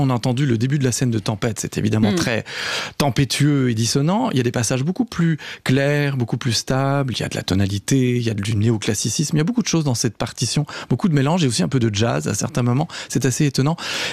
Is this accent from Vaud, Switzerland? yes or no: no; Geneva, Switzerland; born there; Moi je suis né à Genève